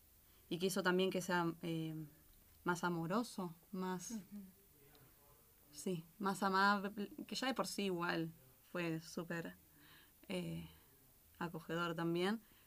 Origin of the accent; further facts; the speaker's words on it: Buenos Aires, Argentina; Y yo soy de Buenos Aires. Llegué hace medianamente poco a este territorio.